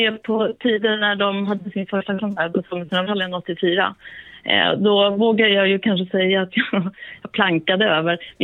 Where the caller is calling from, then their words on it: Sollentuna, Stockholm County, Sweden; Jag är från Sollentuna.